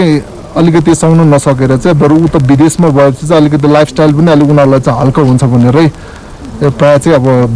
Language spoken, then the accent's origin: Nepali; Bagmati, Nepal; मेरो घर चाहिँ यतै क्याङजिन गोसाङकुण्ड गाउँपालिका वार्ड नम्बर 4